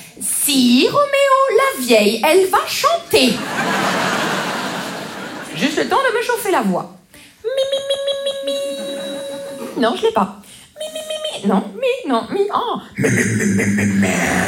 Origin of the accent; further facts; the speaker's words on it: Grand Est, France; Vous savez, moi, je viens des Vosges.